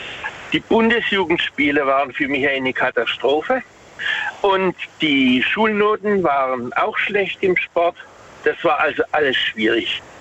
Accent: Waghäusel, Baden-Württemberg, Germany; Also ich komme aus Waghäusel.

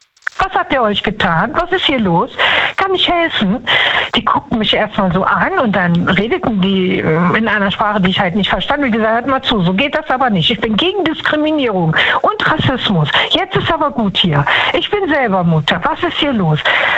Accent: Düsseldorf, North Rhine-Westphalia, Germany; Hallo aus NRW.

